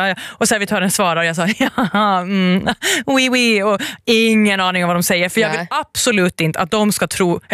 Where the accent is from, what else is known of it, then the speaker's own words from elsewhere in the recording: Åland, Finland; also born or lived in Vienna / Zürich; Men när jag är på Åland så är jag ju hemma.